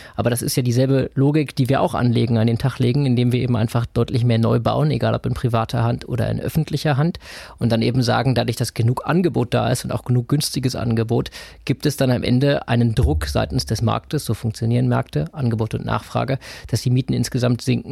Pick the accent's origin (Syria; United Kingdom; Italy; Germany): Germany; Brandenburg; Als Brandenburger kann ich werben, das haben wir gerade in Brandenburg getan.